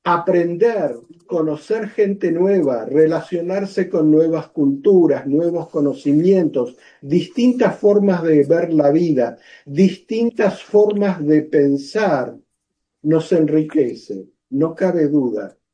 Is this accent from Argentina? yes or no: yes; Argentina; moved away; Y yo soy originario de Argentina.